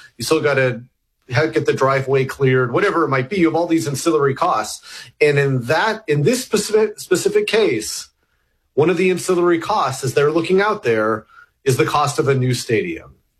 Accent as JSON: {"language": "English", "region": "Alaska", "country": "United States", "tie": "born or raised there", "said": "other than, you know, growing up in Alaska, which is in the general vicinity of UW exactly."}